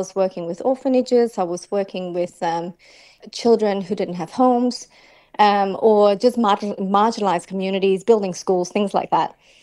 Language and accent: English; Singapore; born there; I was born in Singapore. So as you can imagine, you know, my upbringing was quite strict, compliant.